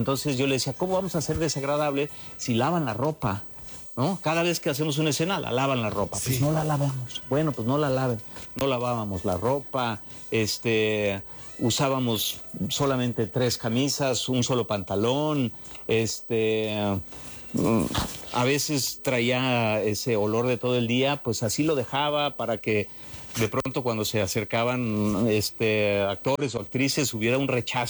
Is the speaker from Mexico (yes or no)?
yes; Mexico; porque somos mexicanos.